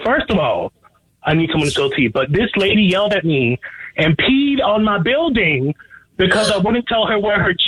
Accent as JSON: {"language": "English", "region": "New York", "country": "United States", "said": "Snitches get stitches. I'm from New York. I don't know nothing."}